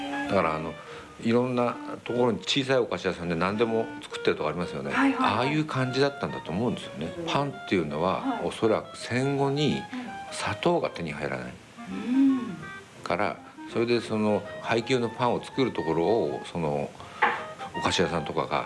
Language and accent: Japanese; Akita, Japan; 秋田なんですけど。